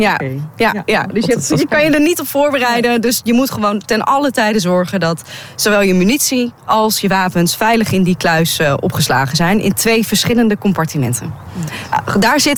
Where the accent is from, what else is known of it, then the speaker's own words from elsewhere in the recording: Gelderland, Netherlands; Ja, ik ben opgegroeid op de Veluwe, in de bossen daar, ook midden in de bossen.